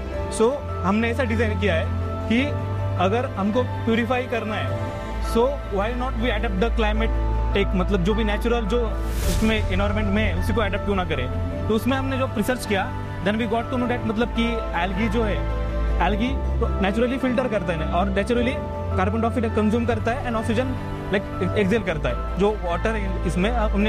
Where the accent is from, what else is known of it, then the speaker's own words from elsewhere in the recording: Beed, Maharashtra, India; I am from basically from Beed Maharashtra